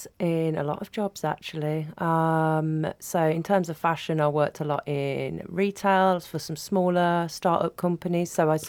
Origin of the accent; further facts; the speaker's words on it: Warsaw, Masovian Voivodeship, Poland; You know, I think that comes from growing up in Warsaw.